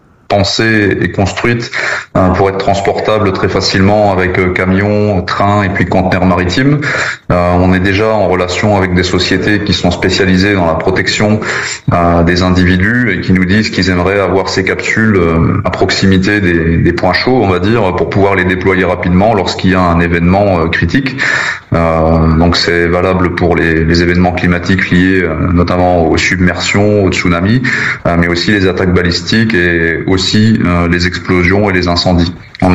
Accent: Grand Est, France; Je suis originaire des Ardennes à la base, même si ça fait très longtemps maintenant que je suis dans le sud.

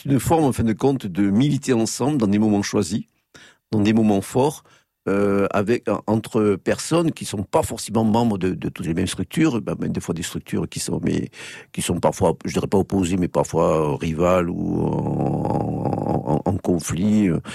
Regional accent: France; en tant que Français

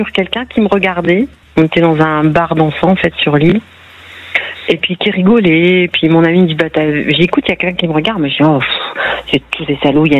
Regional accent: northern France, France; En fait, j'étais seule, moi je suis native du nord de la France, J'étais seule avec mes trois enfants.

